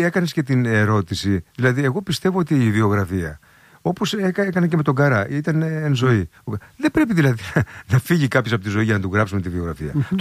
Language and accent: Greek; Kozani, Western Macedonia, Greece; Στην πατρίδα μου την Κοζάνη